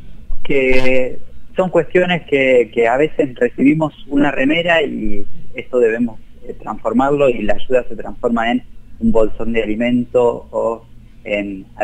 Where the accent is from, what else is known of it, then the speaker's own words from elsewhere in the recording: Carmen de Areco, Buenos Aires Province, Argentina; yo soy de Carmen de Areco